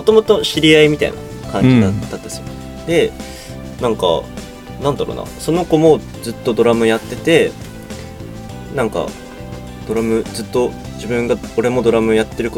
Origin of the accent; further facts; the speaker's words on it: Kitami, Hokkaido, Japan; moved away; 僕の地元が一応北見でちょっと遠いとこなんですけど